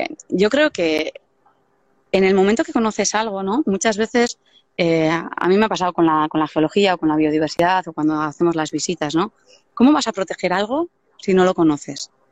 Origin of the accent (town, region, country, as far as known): Deba, Basque Country, Spain; born there